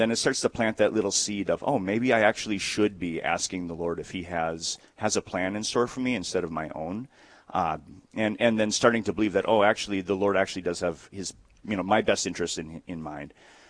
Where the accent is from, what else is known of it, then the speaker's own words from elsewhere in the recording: Sandstone, Minnesota, United States; I'm a boy of the Diocese of Duluth. I grew up in Sandstone, which is about an hour south of Duluth.